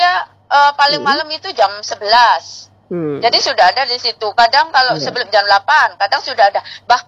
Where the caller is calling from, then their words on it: Sampang, East Java, Indonesia; saya selaku warga Sampang